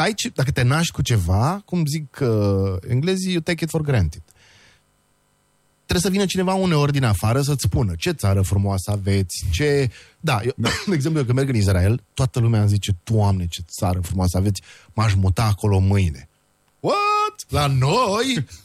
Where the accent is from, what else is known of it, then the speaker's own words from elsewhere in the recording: Brașov, Brașov County, Romania; Eu sunt din Brașov, zic sigur.